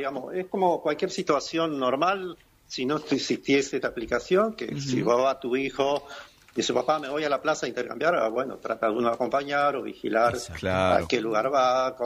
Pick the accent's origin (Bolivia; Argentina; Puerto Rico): Argentina; Santa Elena, Entre Ríos; nosotros que somos de Santa Elena, sabemos muy bien que de Santa Elena hay mucha gente que trabaja en Paraná, que estudian en Paraná